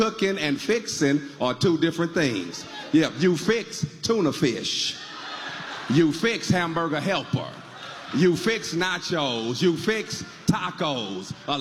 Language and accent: English; Houston, Texas, United States; I'm from Houston, Texas. I'm from H-Town.